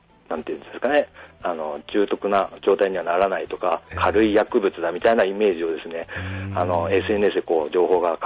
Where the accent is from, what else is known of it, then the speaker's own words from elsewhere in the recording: Hakodate, Hokkaido, Japan; 私はもう函館出身で、今、まあ、函館で仕事させてもらっているという